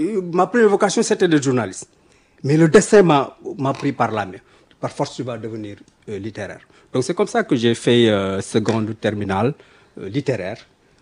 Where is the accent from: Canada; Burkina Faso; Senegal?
Senegal; Thiès; Le primaire, c'était à Thiès.